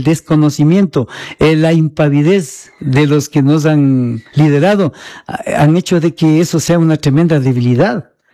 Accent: San José de Chimbo, Bolívar, Ecuador; San José de Chimbo a mí no me vio nacer, ¿no? Pero me vio crecer. Y quiero demasiado a Chimbo. Es mi pueblo lindo. Es mi rincón bendito, ¿no? Que donde yo estoy me siento orgullosísimo de haber crecido en Chimbo.

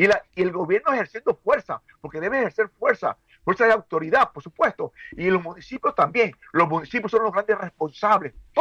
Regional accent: Ecuador; Yo no quiero como ecuatoriano. Yo no quiero, pues yo soy del campo

